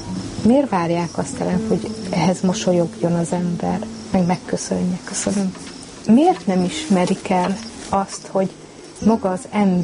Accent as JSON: {"language": "Hungarian", "country": "Hungary", "tie": "born there", "said": "És roma vagyok, de én itt születtem, én magyarul beszélek, én magyarul adózok, magyarul álmodom, magyarul imádkozom, mindent magyarul csinálok."}